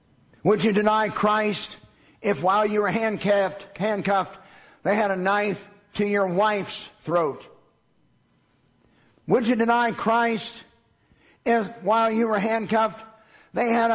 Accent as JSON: {"language": "English", "country": "United States", "said": "as an American and as a patriot"}